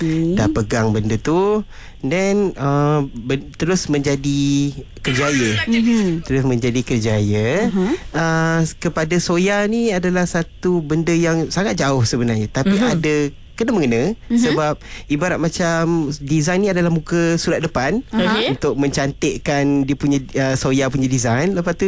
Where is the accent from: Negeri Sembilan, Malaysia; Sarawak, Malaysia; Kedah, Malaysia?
Sarawak, Malaysia; also born or lived in Kuala Lumpur; now in Melaka, Malaysia; Saya berasal daripada Sarawak.